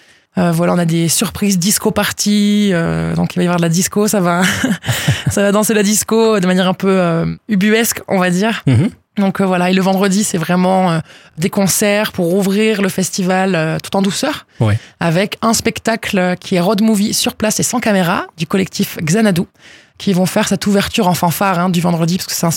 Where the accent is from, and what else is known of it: Salles-sur-Garonne, Occitanie, France; born or raised there; also born or lived in Toulouse